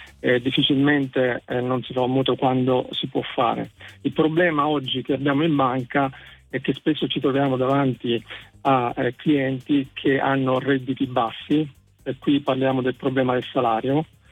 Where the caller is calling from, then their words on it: Modica, Sicily, Italy; Da Modica.